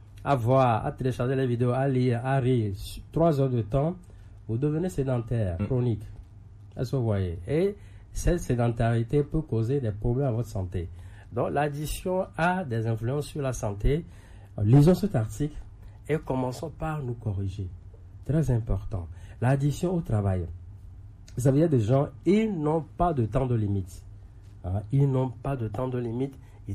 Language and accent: French; Togo; On sait que c'est bien connu chez nous au Togo, hein, surtout.